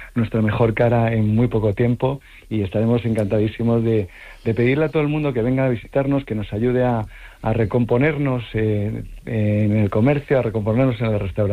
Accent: Madrid, Community of Madrid, Spain; moved away as an adult; now in Ceuta, Spain; yo soy madrileño, yo conocí Ceuta en el año 2001 y me quedé profundamente enamorado.

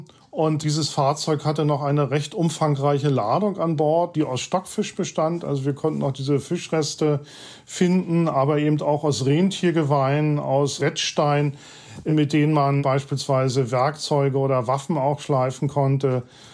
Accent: Mecklenburg-Vorpommern, Germany; Ich bin auf der Insel Rügen aufgewachsen. Und als Junge war ich schon begeisterter Schnorchler und habe dann auch schon erste Wrackreste gefunden.

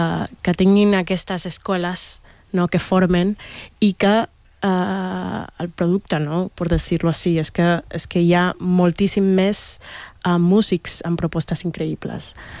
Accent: Panama; Catalan is a second language; moved away; jo soc de Panamà, sí. I en Panamà he sigut formada

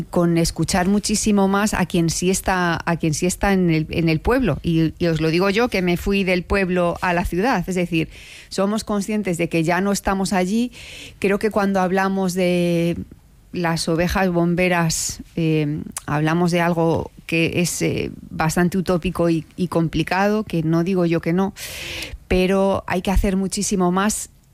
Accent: Castilla-La Mancha, Spain; Yo soy castellano-manchega, soy una niña de pueblo, entonces me llega muy, muy de cerca.

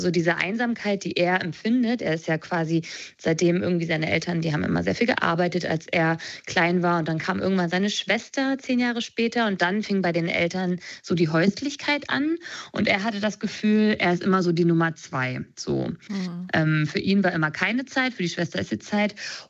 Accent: Lusatia, Germany; Also ich komme ja aus der Lausitz und Michels Welt ist mir eher vertraut.

